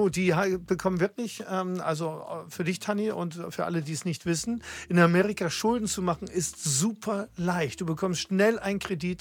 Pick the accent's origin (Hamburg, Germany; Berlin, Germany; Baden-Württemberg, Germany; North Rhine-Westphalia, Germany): Hamburg, Germany; born there; Ich bin letztendlich in Hamburg geboren. Und ich bin sehr stolz darauf.